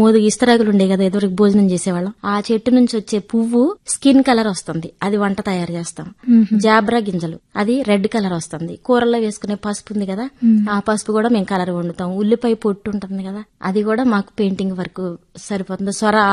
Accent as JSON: {"language": "Telugu", "town": "Kondapalli", "region": "Andhra Pradesh", "country": "India"}